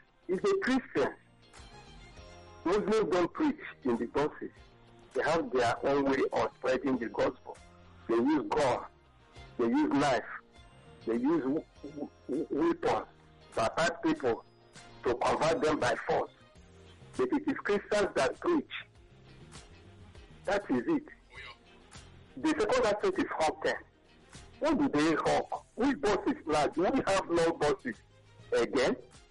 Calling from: Canada; I'm calling from Canada.

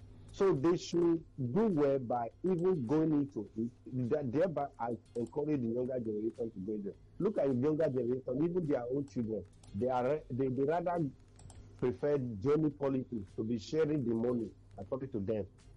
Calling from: Ikeja, Lagos, Nigeria; I come from Ikeja.

